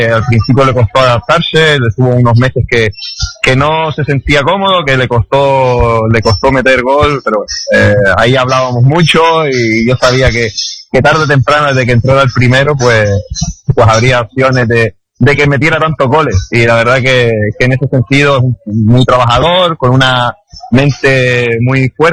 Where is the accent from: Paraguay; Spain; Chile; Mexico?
Spain; Canary Islands; Aparte de que somos canarios, pues ya nos conocíamos